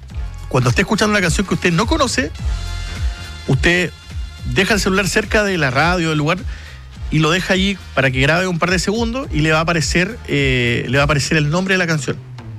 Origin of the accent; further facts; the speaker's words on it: Chile; no me gusta el inglés porque no me gusta el inglés, porque soy chileno y porque no me gusta la música en inglés.